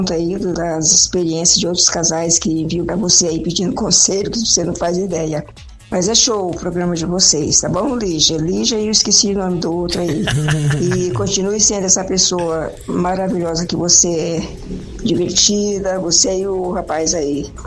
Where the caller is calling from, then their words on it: Iaras, São Paulo, Brazil; Eu sou aqui do interior de São Paulo, de uma cidadezinha bem pequena chamada Iaras.